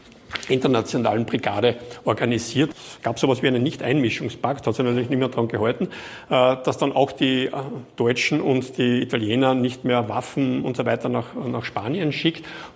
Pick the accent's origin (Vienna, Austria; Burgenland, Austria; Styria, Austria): Styria, Austria; Graz; die damals in Wöllersdorf gewesen sind oder bei uns in Graz, in Waldendorf draußen